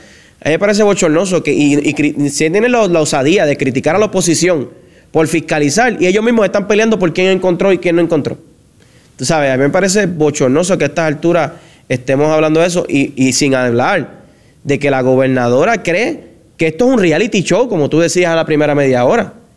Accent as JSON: {"language": "Spanish", "country": "Puerto Rico", "said": "Y quien paga las consecuencias somos nosotros los puertorriqueños"}